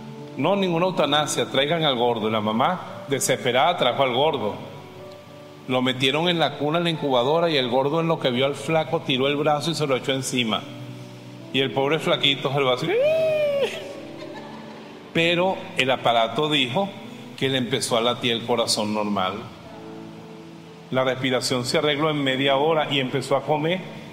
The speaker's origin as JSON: {"language": "Spanish", "town": "Valencia", "region": "Carabobo", "country": "Venezuela", "tie": "born there", "said": "Yo nací aquí en el Hospital Central de Valencia, 5 kilos 600 gramos."}